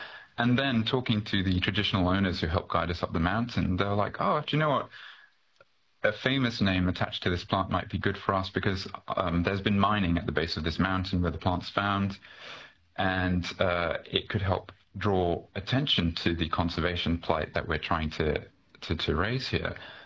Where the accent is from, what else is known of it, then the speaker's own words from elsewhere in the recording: Malaysia; For me, I'm originally from Malaysia, which is it was colonized by the Brits